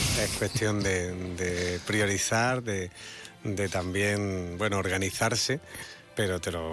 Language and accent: Spanish; Granada, Andalusia, Spain; pero trabajamos como otro granadino que se tenga que levantar a las 7 de la mañana